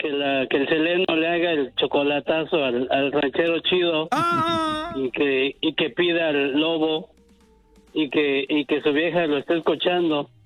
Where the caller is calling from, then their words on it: Los Angeles, California, United States; De aquí, de Los Ángeles, especialmente del este, de Los Ángeles.